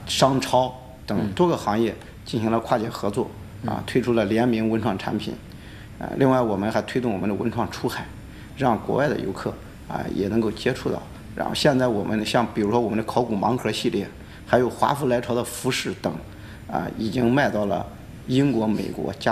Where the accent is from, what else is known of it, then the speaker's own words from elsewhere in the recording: Henan, China; 我们河南人说话经常喜欢说一个中字。